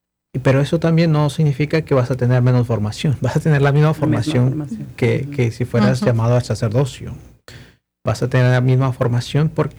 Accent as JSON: {"language": "Spanish", "country": "Mexico", "moved": "yes", "lives_now": "United States", "said": "Yo, que soy el único mexicano que entré aquí, y por supuesto americano."}